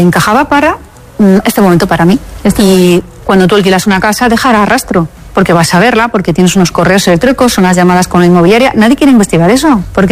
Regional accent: Community of Madrid, Spain; como cualquier madrileño, he buscado por internet.

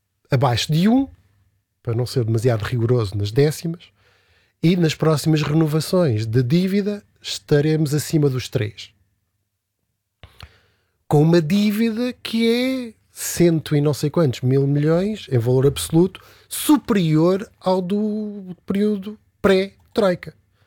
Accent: Seixal, Lisbon, Portugal; sou da Margem Sul, portanto, zona de Fernão Ferro

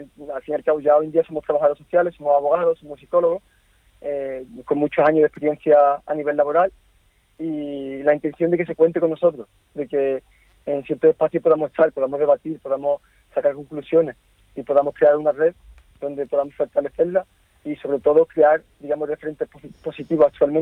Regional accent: Cádiz, Andalusia, Spain; yo primero soy de Cádiz. Yo me he criado en Cádiz, llevo toda la vida en Cádiz, he crecido allí, he mamado Cádiz, como bien se dice.

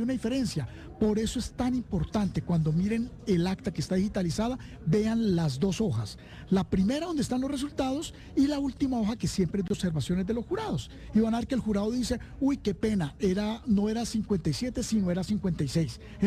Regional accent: Colombia; No le echemos la culpa a la policía, somos nosotros los colombianos, por favor.

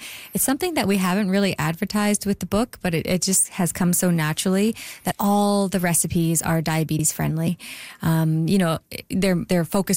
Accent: Prince Rupert, British Columbia, Canada; growing up in Prince Rupert, which has a very diverse population, coming from the cannery days and the fishing industry, but also from my own background. So my mother is Cantonese

